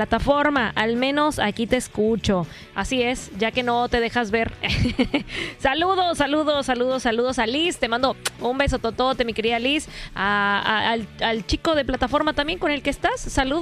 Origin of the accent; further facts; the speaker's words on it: Yucatán, Mexico; accent: neutral; solamente ser mexicana, ser yucateca, que yo sé que no, luego siempre me dicen, es que no suenas como yucateca, tengo el acento neutral, pero soy yucateca, soy 100% yucateca